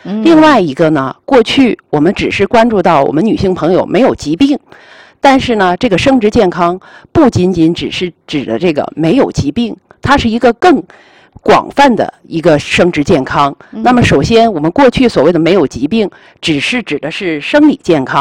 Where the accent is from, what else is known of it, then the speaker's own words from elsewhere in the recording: China; 我们中国人